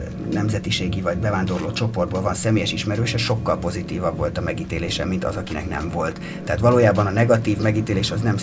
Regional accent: Hungary; Nem mondom, én magyar vagyok, igen, de nem állítanám azt, hogy nagyon bizakodó lennék szerintem.

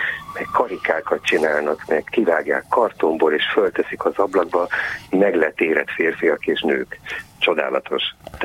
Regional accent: Hungary; now in Germany; én magyar vagyok

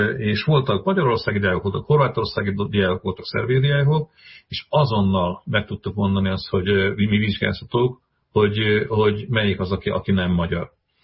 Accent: Southern Slovakia, Slovakia; now in Hungary; És ugye én felvidéki származású vagyok, tehát én azért ismerek több szláv nyelvet, hiszen olyan környezetben nőttem fel

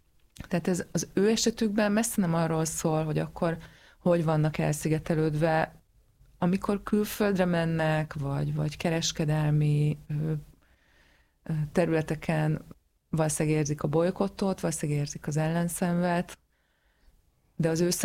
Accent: Hungary

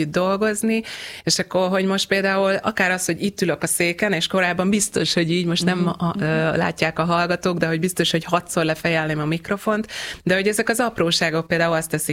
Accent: Hungary

